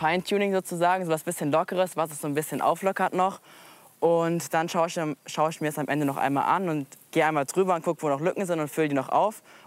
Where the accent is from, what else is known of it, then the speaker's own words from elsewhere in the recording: Darmstadt, Hesse, Germany; born there; Also ich bin hier in Darmstadt geboren und ansässig auch in Darmstadt.